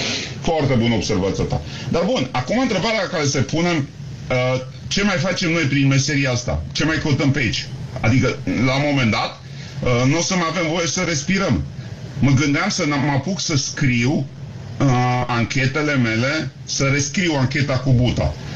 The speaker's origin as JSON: {"language": "Romanian", "country": "Romania", "said": "Îți dau lacrimile ca român."}